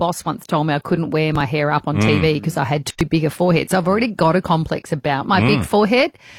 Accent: Western Australia, Australia; also born or lived in Adelaide; No, I was born in Adelaide, grew up on the west coast of Australia, but I went to visit Colorado.

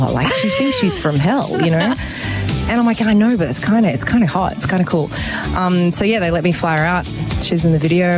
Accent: Australia; because I'm Australian, so I'm, like, this self-deprecating little lamb

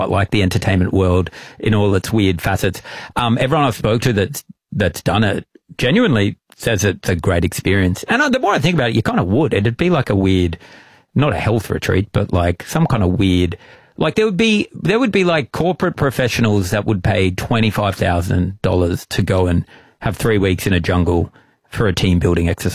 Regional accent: Australia; I feel like we're in no man's land when it comes to that word as Australian

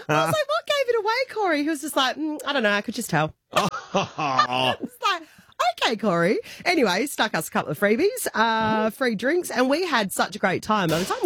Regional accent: Perth, Western Australia, Australia; born and bred in Perth, you know, got a job there. My family's there, obviously.

